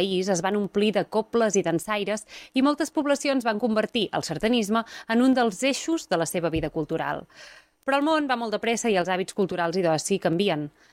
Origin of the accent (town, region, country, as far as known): Catalonia, Spain